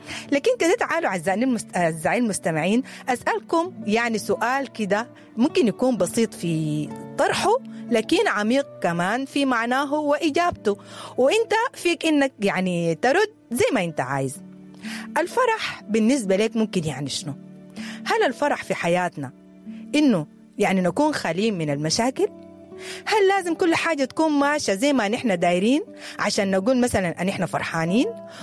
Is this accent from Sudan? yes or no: yes; Sudan; moved away; لما أنا أرجع بلدي السودان أفتح باب بيتي